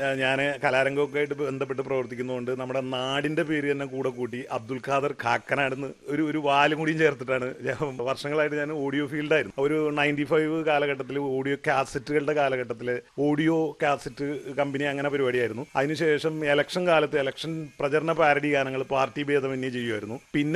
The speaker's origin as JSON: {"language": "Malayalam", "town": "Kakkanad", "region": "Kerala", "country": "India", "tie": "born or raised there", "said": "അന്ന് ഞങ്ങൾ കാക്കനാട് MHS സ്കൂളിലാണ് പഠിക്കുന്നത്. ഞാനിവിടെ NGO ക്വാർട്ടേഴ്സിലാണ് ഞാൻ ജനിച്ചു വളർന്നത്."}